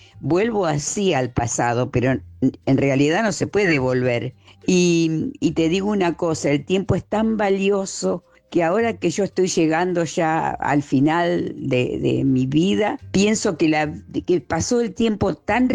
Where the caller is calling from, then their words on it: Rosario, Santa Fe, Argentina; de Rosario.